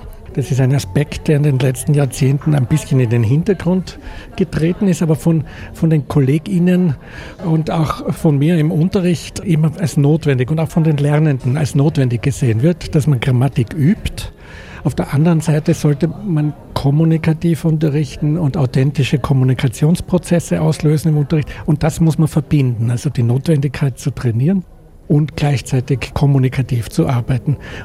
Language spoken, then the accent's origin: German; Graz, Styria, Austria; Ich komme aus Graz und unterrichte dort am Vorstudienlehrgang der Grazer Universitäten.